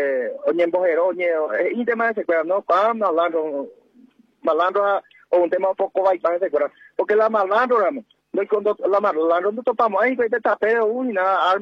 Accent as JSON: {"language": "Spanish", "country": "Paraguay", "said": "como paraguayo, como indígena, como nativo"}